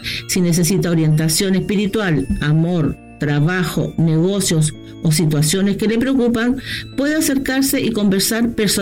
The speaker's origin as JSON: {"language": "Spanish", "town": "Licantén", "region": "Maule", "country": "Chile", "said": "nací el 17 de enero y soy de Licantén."}